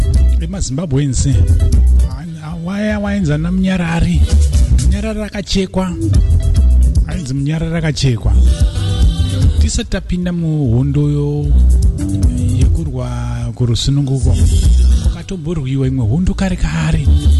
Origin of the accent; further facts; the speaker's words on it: Zimbabwe; We come from Rhodesia, or Zimbabwe, Rhodesia, into Zimbabwe.